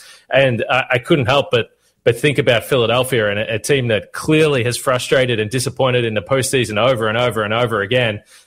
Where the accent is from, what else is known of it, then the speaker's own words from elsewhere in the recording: Australia; moved away as an adult; also born or lived in Milwaukee; now in Bristol, Connecticut, United States; I am Australian. I don't know. You know, sometimes people guess the accent and they're a little bit off, but I am Australian. I've been in the U.S. Largely since 2017. There was a little break in there when the league shut down. I went home